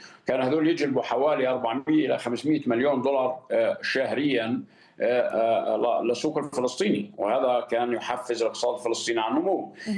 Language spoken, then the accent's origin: Arabic; Palestine; now in Ramallah, Palestine